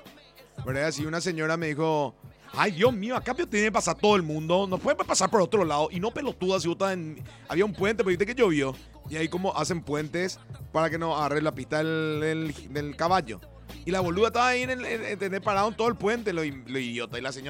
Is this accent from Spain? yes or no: no; Paraguay; Somos románticos los paraguayos